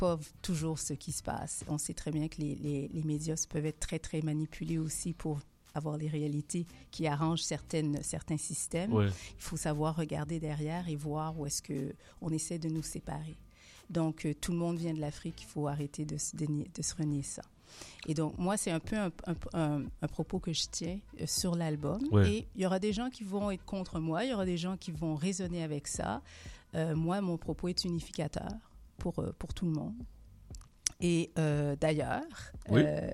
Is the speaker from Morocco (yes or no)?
no; Haiti; notre histoire en tant qu'Haïtien.